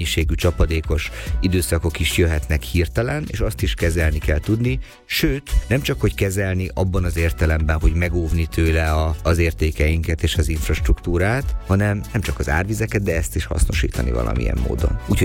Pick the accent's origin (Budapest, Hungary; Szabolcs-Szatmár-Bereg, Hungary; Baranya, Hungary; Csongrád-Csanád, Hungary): Csongrád-Csanád, Hungary; Szeged